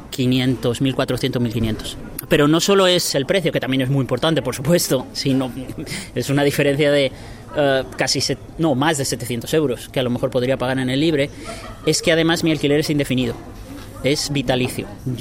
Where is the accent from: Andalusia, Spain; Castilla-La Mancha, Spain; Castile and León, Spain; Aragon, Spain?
Castilla-La Mancha, Spain; Puertollano; moved away as an adult; now in Vienna, Austria; Pues soy de Puerto Llano, de Ciudad Real, y vine, pues, la verdad es que un poco a la aventura. Yo vine para 6 meses, que quería hacer una especie como de 6 meses sabáticos de ver Europa y ver otro sitio. Vine para 6 meses y al final, pues, 20 años llevo aquí.